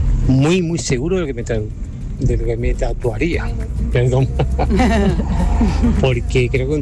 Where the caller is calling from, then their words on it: Almería, Andalusia, Spain; de Almería.